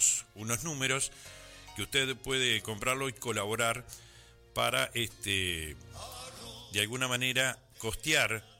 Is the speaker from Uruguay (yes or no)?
yes; Uruguay